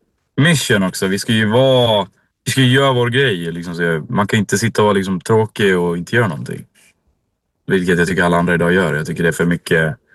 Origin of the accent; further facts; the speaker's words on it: Dalarna County, Sweden; Jag tror det är för att vi är från Dalarna.